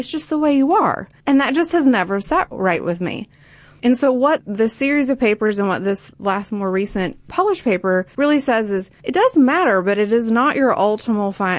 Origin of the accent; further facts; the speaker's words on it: Gallipolis Ferry, West Virginia, United States; So I grew up in West Virginia, right on the Ohio River, so in a small town called Gaplis Ferry, West Virginia, and, you know, growing up looking at Ohio.